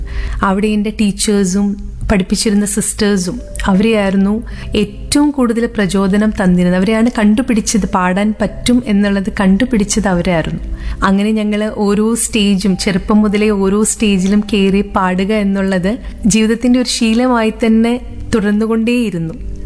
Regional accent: Mavelikkara, Kerala, India; now in Aluva, India; എൻ്റെ നാട്, ഞാൻ ജനിച്ചു വളർന്ന സ്ഥലം എന്ന് പറയുന്നത് മാവേലിക്കരയാണ്. ആലപ്പുഴ ജില്ലയിലെ മാവേലിക്കര എന്ന് പറയുന്ന സ്ഥലത്താണ് ഞാൻ ജനിച്ചു വളർന്നത്.

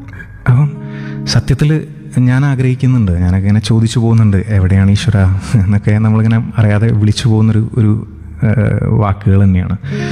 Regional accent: Kozhikode, Kerala, India; ഞാൻ കോഴിക്കോട് നിന്നാണ് വരുന്നത്.

